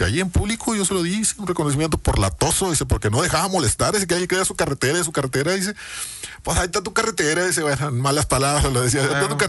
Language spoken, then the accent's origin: Spanish; Abasolo, Tamaulipas, Mexico; born there; also born or lived in Jico; nosotros cuando vinimos de Jico, vinimos buscando tierra, llegamos al municipio de Abasolo, a particularmente elegido Las Delicias.